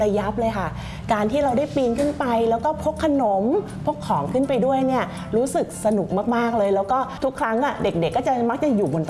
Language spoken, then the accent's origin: Thai; Bangkok, Thailand; นะคะเกิดและเติบโตในกรุงเทพเนาะบ้านก็เป็นบ้านตึกแถวแล้วก็ชอบเล่นมากๆเลย